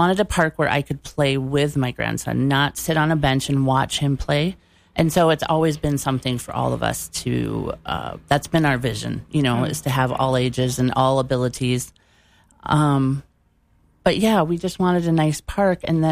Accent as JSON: {"language": "English", "town": "Maple Grove", "region": "Minnesota", "country": "United States", "tie": "born or raised there", "lives_now": "Bovey, United States", "said": "I grew up in Maple Grove, right? So, but at that time it wasn't a big city. It was small town feel, and it was all cornfields"}